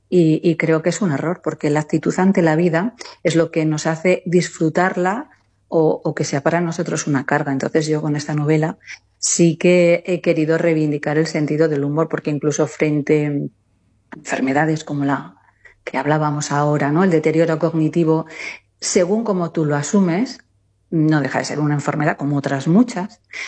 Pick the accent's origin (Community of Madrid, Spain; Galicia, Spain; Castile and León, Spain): Castile and León, Spain; Quintana Redonda; el viernes estuvimos aquí en Soria, precisamente, en mi pueblo, en el pueblo de mi madre, Quintana Redonda, 500 habitantes censados